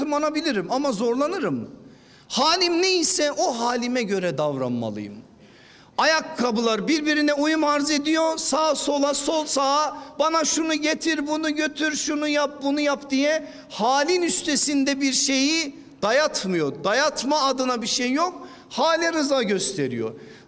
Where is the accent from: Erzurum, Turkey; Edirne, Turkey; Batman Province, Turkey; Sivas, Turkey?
Erzurum, Turkey; Şimdi ben o evliliğe aman Trakyalıdır, ben Erzurumluyum, olmaz mı olmaz diye karşı çıkacak bir halim yok.